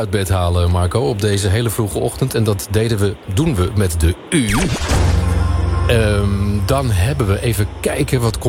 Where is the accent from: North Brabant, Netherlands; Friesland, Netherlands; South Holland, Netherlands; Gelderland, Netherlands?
Gelderland, Netherlands; Kootwijkerbroek; bij het dorp waar ik vandaan kom, daar heb je een Kootwijkerbroek is dat.